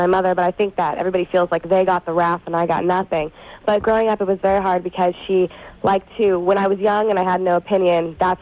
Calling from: San Francisco, California, United States; I'm in San Francisco.

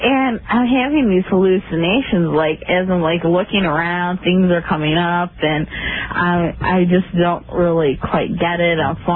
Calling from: Illinois, United States; I'm calling from Illinois.

